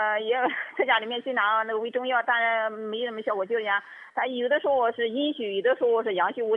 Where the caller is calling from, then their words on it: Hefei, Anhui, China; 我在安徽合肥。